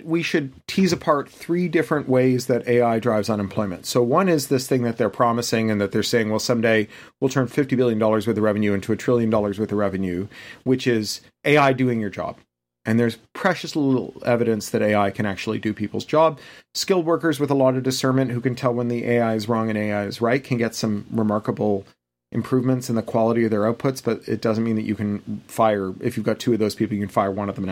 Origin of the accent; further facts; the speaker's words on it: Canada; I'm also Canadian, like all the best Americans.